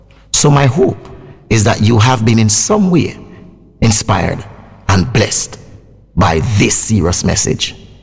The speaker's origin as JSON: {"language": "English", "country": "Jamaica", "said": "Well, I'm from the Caribbean, specifically from Jamaica. In Jamaica, we are bilingual. Yeah, man, we speak two languages. We speak standard English and fluent patois."}